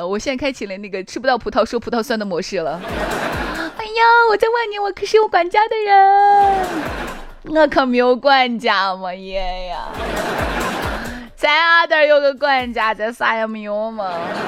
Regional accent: Shaanxi, China

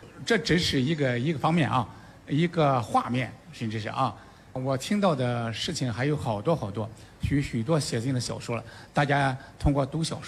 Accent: Junan County, Shandong, China; 我生在山东省莒南县，一个山村，从小在土地上长大

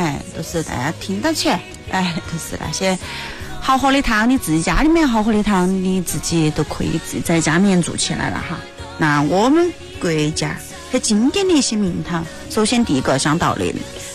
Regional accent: China; 它真的是我们中国人的那个命根子。

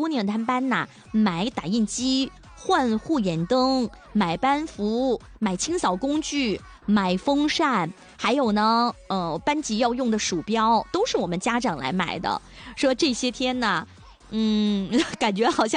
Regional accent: China; 也不是说我们中国人就是有这种很随大溜的从众心理，

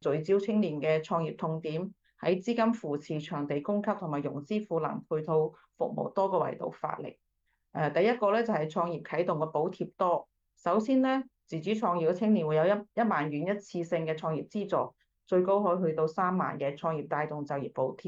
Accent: Foshan, Guangdong, China

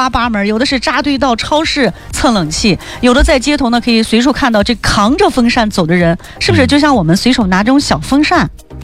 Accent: Xinjiang, China

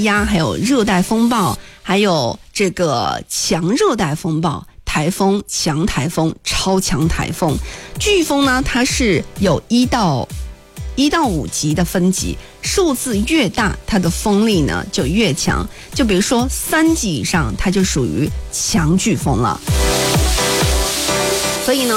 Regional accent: Guangdong, China; 不是因为我不是广东的，我就是广东的

